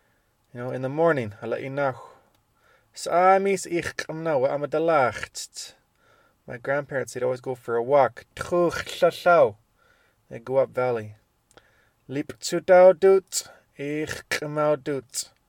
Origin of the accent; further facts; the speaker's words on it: Hazelton, British Columbia, Canada; Except I grew up in Hazleton